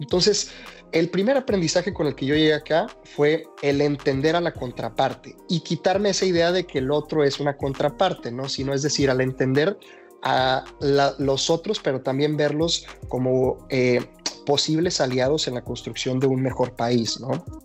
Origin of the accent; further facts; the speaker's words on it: Mexico; lugar en el que orgullosamente digo que soy mexicano